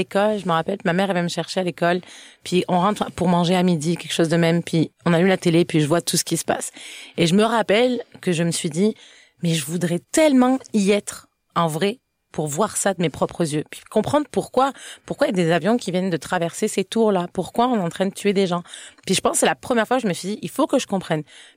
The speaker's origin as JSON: {"language": "French", "region": "Occitanie", "country": "France", "tie": "born or raised there", "also_born_or_lived": "Montpellier", "moved": "as an adult", "lives_now": "Quebec, Canada", "said": "je suis née en France, puis je suis maghrébine. Mais il faut dire que j'ai grandi dans un village catalan. Donc, il y a l'identité catalane qui a aussi pris le dessus. En fait, dans ma région, t'es d'abord catalane avant d'être française."}